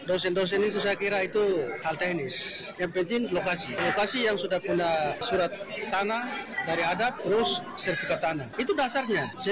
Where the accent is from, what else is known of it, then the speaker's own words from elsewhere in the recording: Papua, Indonesia; Kita sebagai orang Papua harus bisa.